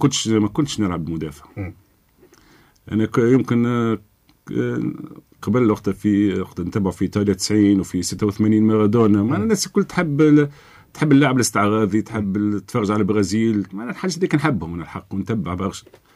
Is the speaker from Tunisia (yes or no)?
yes; Gafsa, Gafsa Governorate, Tunisia; كانت مدرسة حي النور زاد في قفصة